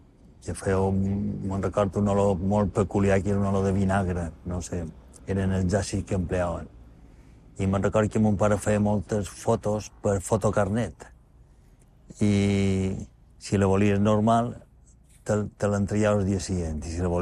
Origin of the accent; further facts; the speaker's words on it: Palma, Balearic Islands, Spain; born there; vaig néixer a Palma l'any 1952, dia de 9 de març.